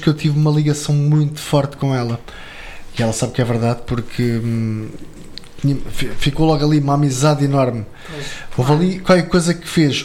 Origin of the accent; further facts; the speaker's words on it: Seia, Centro, Portugal; o sítio de onde eu venho, que é da Serra da Estrela, da zona de Ceia